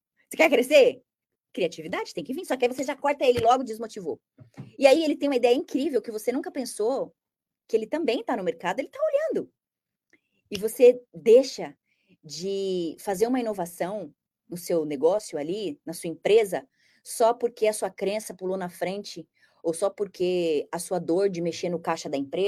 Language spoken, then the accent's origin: Portuguese; Brazil; moved away; Esse é o meu gosto, lembra? Eu sou brasileira, eu tenho uma outra cultura.